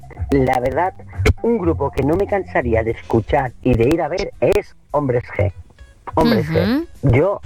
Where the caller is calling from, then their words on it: Palma de Mallorca, Balearic Islands, Spain; de Palma de Mallorca.